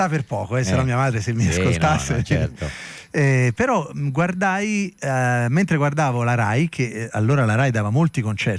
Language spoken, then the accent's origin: Italian; Portici, Campania, Italy; born there; Vivevo a Portici in provincia di Napoli